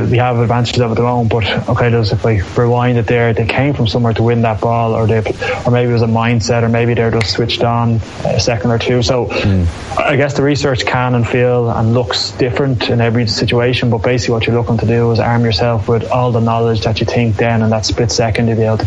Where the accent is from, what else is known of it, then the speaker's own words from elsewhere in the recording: Glasnevin, Leinster, Ireland; one of the ways I'm very lucky is that I grew up in Glasnevin, which so happens to have my own club, Nafin, in it